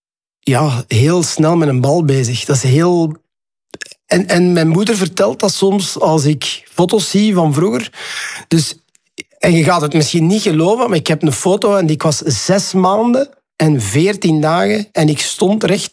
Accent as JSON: {"language": "Dutch", "town": "Ninove", "region": "Flanders", "country": "Belgium", "tie": "born or raised there", "said": "Dan zitten we in Ninove. Ik ben geboren en getogen in Ninove."}